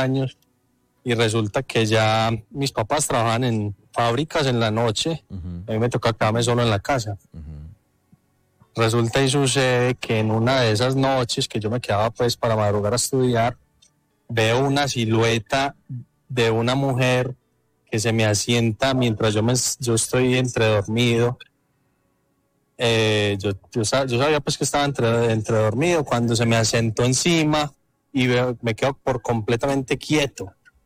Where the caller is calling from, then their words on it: El Carmen de Viboral, Antioquia, Colombia; me comunico esta ocasión desde el Carmen de Viboral, el Oriente Antioqueño.